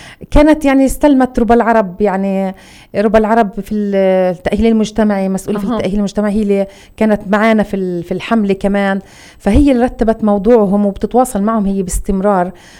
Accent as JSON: {"language": "Arabic", "town": "Dura", "region": "Hebron Governorate", "country": "Palestine", "said": "حتى لهجتنا يعني بالرغم من احنا كلنا ابناء دورة، بس بتحس بتعرفي من منطقة من اي منطقة من طريقة كلامه كمان."}